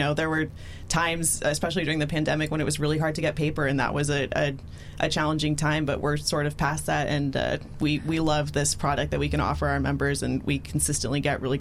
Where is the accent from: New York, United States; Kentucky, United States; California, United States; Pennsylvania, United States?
California, United States; Los Angeles; that's my community. I'm from Los Angeles.